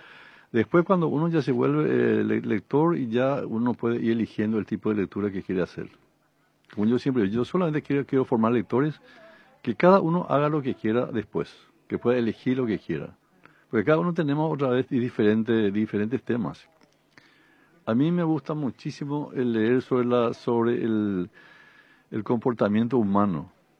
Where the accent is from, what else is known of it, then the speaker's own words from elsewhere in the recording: Piribebuy, Cordillera, Paraguay; ¿Y de dónde sos? Soy de Piribebuy.